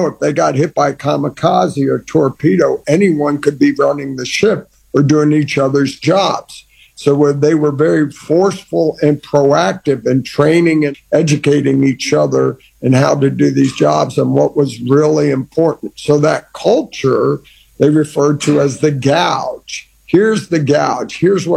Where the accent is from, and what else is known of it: Iran; born or raised there